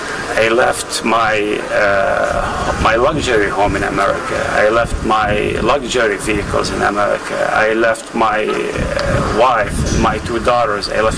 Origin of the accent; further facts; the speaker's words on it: Qusra, West Bank, Palestine; now in United States; I have a lot of emotion in Qusra. I was born and raised in Qusra. My mother, 83 years old, is still in Qusra.